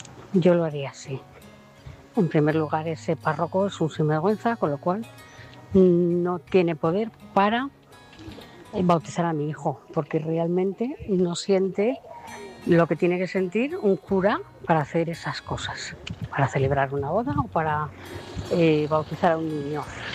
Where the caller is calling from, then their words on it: Naples, Campania, Italy; Buenas noches … de Nápoles.